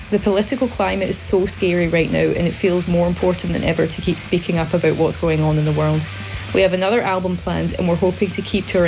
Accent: Scotland, United Kingdom; We're a band of two sisters from the Highlands of Scotland. We grew up in a punk family.

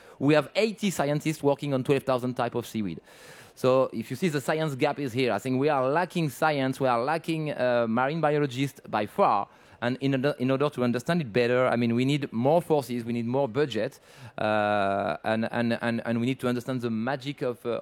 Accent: France; I come from France, and I come from France.

